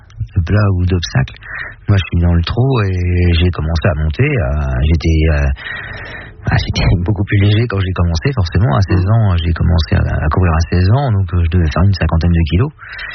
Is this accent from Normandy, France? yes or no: yes; Avranches, Normandy, France; Bah, je suis né à Avranches déjà. Mmh. Hein, mes parents étaient de la Manche, donc j'ai passé toute mon enfance ici.